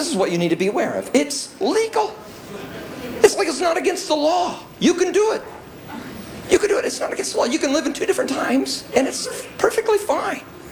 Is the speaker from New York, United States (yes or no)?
no; Indiana, United States; I didn't just grow up in any place in Indiana. I grew up in Central Indiana. Now, you must be aware of Central Indiana because only one of two places in the entire United States that does not go to daylight savings. We're just stuck there.